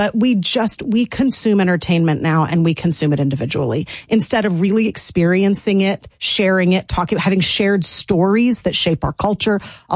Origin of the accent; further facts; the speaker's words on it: Franklin, Tennessee, United States; And we found it as the Franklin Theater Fellowship. I'm from Franklin. And so that's where we began, did our first show there, first two shows.